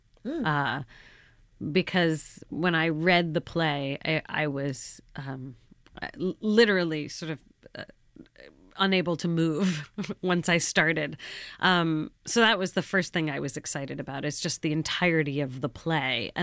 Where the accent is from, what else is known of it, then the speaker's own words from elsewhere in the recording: United States; I started this journey on the West End, where being the American coming in was the stranger, was the sort of rip in the fabric.